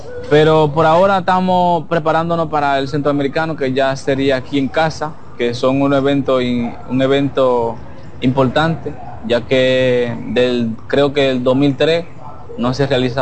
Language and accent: Spanish; Dominican Republic; Yo como atleta dominicano